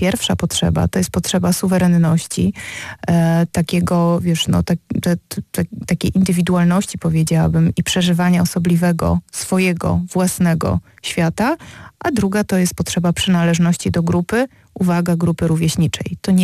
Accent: mountains, Poland; Ja zresztą pochodzę z gór, więc tam było jeszcze zimniej.

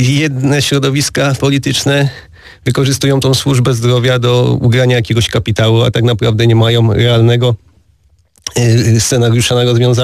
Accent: Kluczbork, Opole Voivodeship, Poland; akurat jestem z Kluczborka

